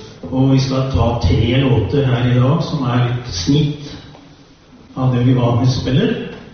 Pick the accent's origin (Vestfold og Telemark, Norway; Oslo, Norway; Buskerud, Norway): Buskerud, Norway; Vikersund; Vi kommer fra Vikersund, fire eldre karer som spiller litt gammel musikk.